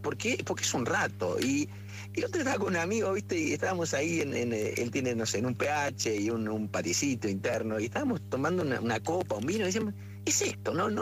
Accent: Rafaela, Santa Fe, Argentina; also born or lived in Córdoba; Claro. No nací en Rafaela.

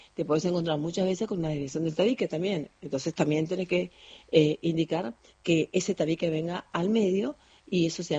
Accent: Bellavista, Corrientes, Argentina; born or raised there; now in Buenos Aires, Argentina

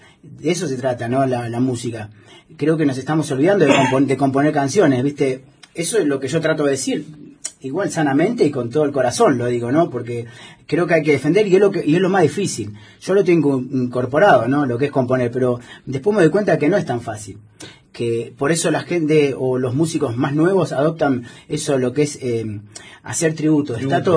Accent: Esquel, Chubut, Argentina; also born or lived in Buenos Aires; Yo nací en Buenos Aires, me crié acá en Esquel

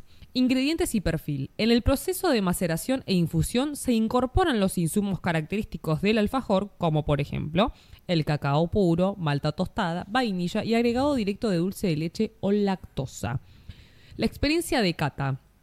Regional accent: Argentina; lo que somos nosotros como argentinos

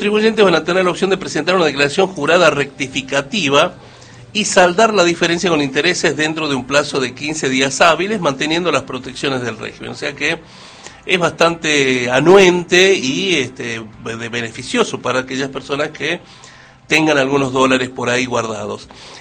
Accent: La Rioja, Argentina; Así somos los riojanos

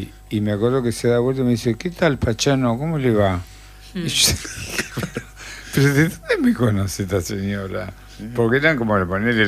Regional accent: Tostado, Santa Fe, Argentina; Yo soy de Tostado, o sea que también, soy

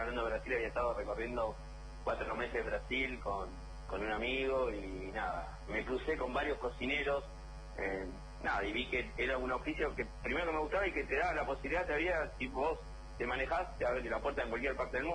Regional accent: General Rodríguez, Buenos Aires Province, Argentina; yo me crié en General Rodríguez, provincia de Buenos Aires, y ella en San Isidro.

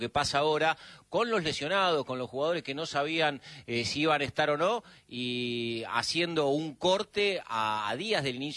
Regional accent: Argentina; hay toda una mística que nos acerca bastante a nosotros como argentinos, a los mexicanos

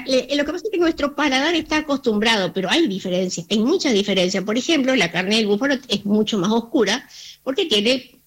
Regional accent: Argentina; nuestra condición de argentinos y tan carnívoros que somos los argentinos

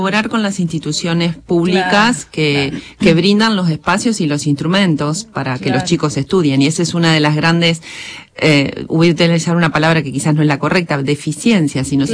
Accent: Concepción del Uruguay, Entre Ríos, Argentina; tanto Victoria como yo, en realidad somos de Concepción del Uruguay, Entre Ríos

